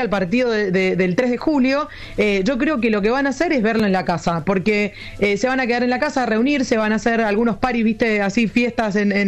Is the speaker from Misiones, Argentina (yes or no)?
no; Mendoza, Argentina; Yo voy a decir algo de, como buena mendocina.